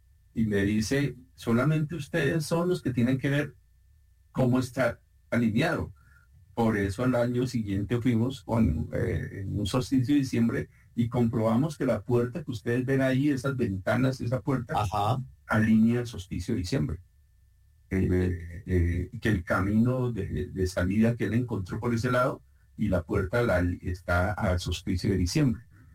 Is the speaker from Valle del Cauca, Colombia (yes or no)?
no; Sogamoso, Boyacá, Colombia; born there; Yo tengo el honor de ser de Sogamoso, nací en Sogamoso, por eso también soy muy solar